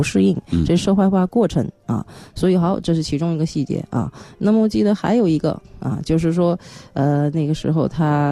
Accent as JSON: {"language": "Chinese", "region": "Beijing", "country": "China", "also_born_or_lived": "Yangzhou", "accent": "Beijing accent (京腔)", "said": "我在扬州嘛，但是我的父亲这边是北京人，所以我有一口京腔，一口京腔"}